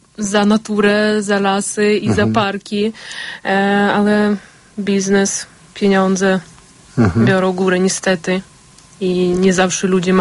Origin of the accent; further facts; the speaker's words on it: Ukraine; Polish is a second language; moved away as an adult; also born or lived in United States; now in Poland; bo jestem Ukrainką.